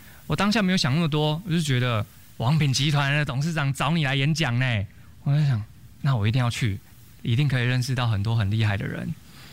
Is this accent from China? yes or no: no; Taiwan; 因为我说了我来自台湾